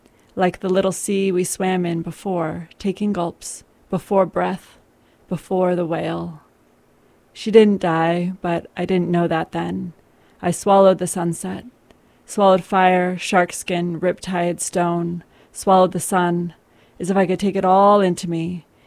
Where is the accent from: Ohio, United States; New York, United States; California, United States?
California, United States; moved away as an adult; now in Vermont, United States; I grew up in California.